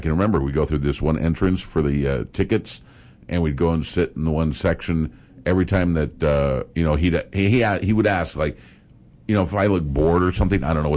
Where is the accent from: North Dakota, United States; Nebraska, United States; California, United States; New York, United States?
Nebraska, United States; Grand Island; I grew up in Grand Island, but it felt small to me.